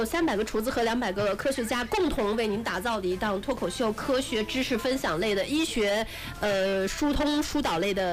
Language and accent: Chinese; Fujian, China; also born or lived in Sanping, Xinjiang; 嗨，虽然说我老家是福建梅溪湖那边的